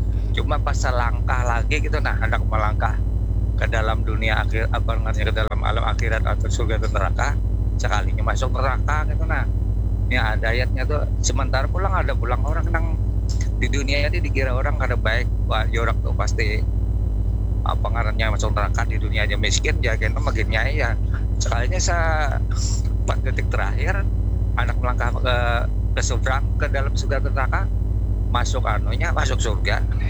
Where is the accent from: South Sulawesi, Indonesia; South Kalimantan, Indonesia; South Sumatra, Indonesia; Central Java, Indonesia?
South Kalimantan, Indonesia; kita nih sebagai orang muslim nih lah ditakdirkan sebagai orang muslim di Benua Banjar nih.